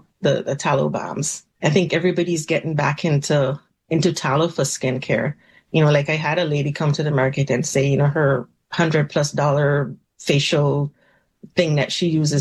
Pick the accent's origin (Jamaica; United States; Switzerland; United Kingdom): Jamaica; also born or lived in Ontario, Canada; now in Canada; No, not at all. actually born in Ontario, raised in Jamaica, and came back to Canada, I think maybe about 25 years ago.